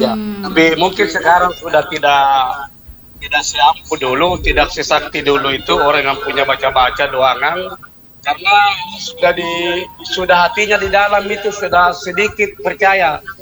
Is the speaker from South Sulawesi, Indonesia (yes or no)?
yes; South Sulawesi, Indonesia; Ya, jadi memang kita itu orang Bugis Makassar, memang ada mantranya.